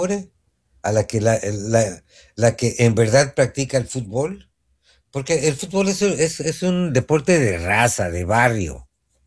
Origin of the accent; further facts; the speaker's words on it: Mexico City, Mexico; Yo nací en el DF y nací en un barrio